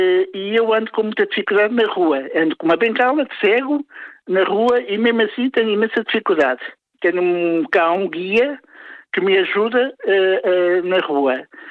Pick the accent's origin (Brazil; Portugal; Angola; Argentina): Portugal; Lisbon; born there; eu não sou cigano, não sou preto, eu sou lisboeta, nasci em Lisboa, sou português e sou branco.